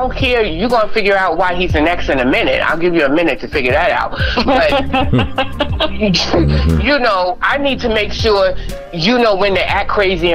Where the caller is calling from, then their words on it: Harlem, New York, United States; from Harlem.